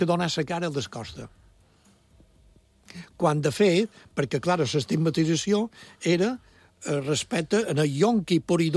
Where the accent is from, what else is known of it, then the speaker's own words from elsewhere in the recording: Vilafranca de Bonany, Balearic Islands, Spain; Jo som de Vilafranca